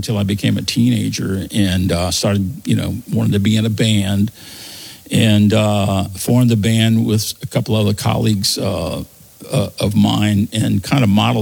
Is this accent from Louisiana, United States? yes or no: yes; New Orleans, Louisiana, United States; I was born and raised in New Orleans. On the last house on Magazine Street, that's where I spent most of my life